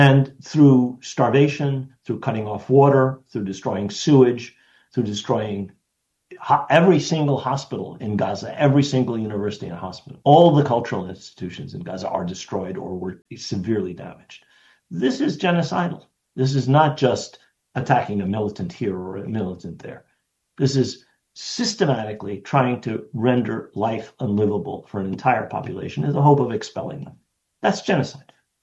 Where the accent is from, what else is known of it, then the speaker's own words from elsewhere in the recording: United States; I grew up in the United States where to be Palestinian was taboo, forbidden, castigated.